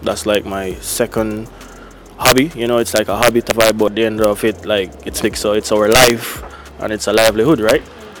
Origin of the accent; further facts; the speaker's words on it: Jamaica; As a Jamaican DJ